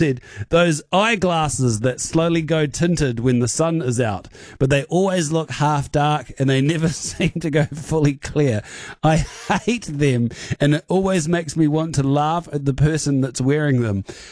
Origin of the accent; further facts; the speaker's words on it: Dunedin, Otago, New Zealand; I'm from Dunedin. It just reminds me of all the fugly South Island bogans, PTSD.